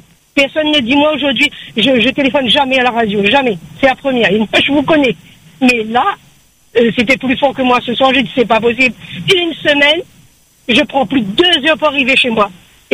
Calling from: Réunion, France; je travaille sur Saint-Denis. Je pars dans l'Ouest tous les jours, je rentre chez moi.

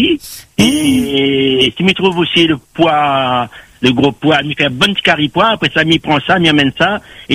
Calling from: Saint-Gonnery, Brittany, France; Là, je suis en Bretagne, j'habite à Saint-Gonnery, j'ai ma maison là-bas.

